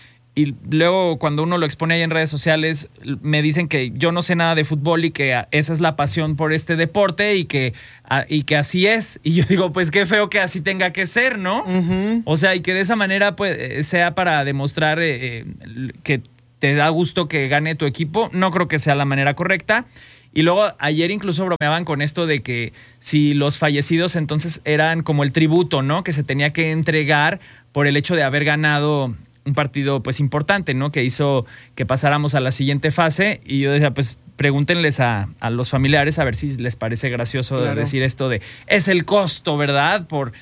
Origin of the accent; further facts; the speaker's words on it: Mexico; ojalá sí sintiéramos ese orgullo por ser mexicanos